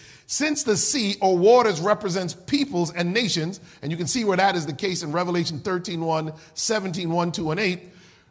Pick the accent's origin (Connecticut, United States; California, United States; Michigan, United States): Connecticut, United States; I was born and raised in the Constitution State, Connecticut.